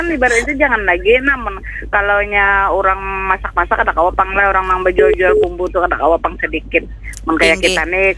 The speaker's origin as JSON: {"language": "Indonesian", "region": "South Kalimantan", "country": "Indonesia", "said": "Kalau kita di Banjar nih biasanya lama pakai entalu jaruk."}